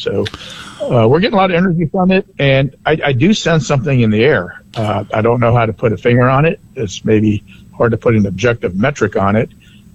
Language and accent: English; Hampton, Virginia, United States; moved away; Number one, I'm from Hampton Roads. I grew up there. I'm from Hampton. My family first moved there in 1966. They settled there after my dad retired in the mid-70s, and my brothers are still down there.